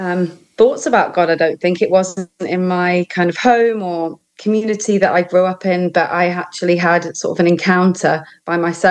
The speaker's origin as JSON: {"language": "English", "town": "Nottingham", "region": "East Midlands", "country": "United Kingdom", "also_born_or_lived": "Cornwall", "moved": "yes", "lives_now": "Dunbar, United Kingdom", "said": "I'm from about the middle, Nottingham."}